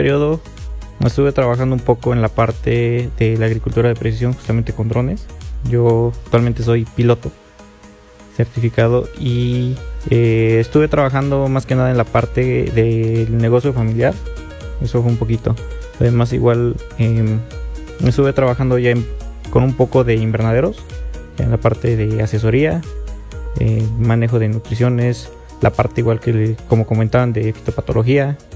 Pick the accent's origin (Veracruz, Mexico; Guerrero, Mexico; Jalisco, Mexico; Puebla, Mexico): Puebla, Mexico; Chignahuapan; Soy de Chignahuapan, Puebla, y actualmente estoy cursando el séptimo semestre de la carrera.